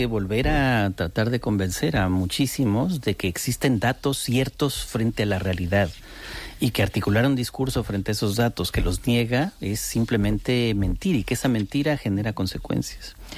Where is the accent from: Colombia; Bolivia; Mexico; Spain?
Spain; also born or lived in United States; Bueno, soy también español y no siempre me he sentido en uh-huh. España, tengo que decirlo, absolutamente acogido